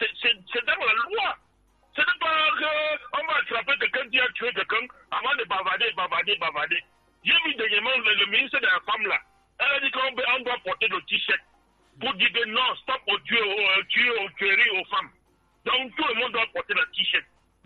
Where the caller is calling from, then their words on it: Yaoundé, Centre, Cameroon; Moi, je suis à Nkomkana.